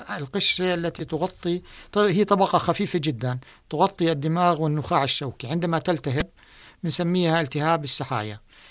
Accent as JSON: {"language": "Arabic", "country": "Jordan", "said": "عندنا في الأردن"}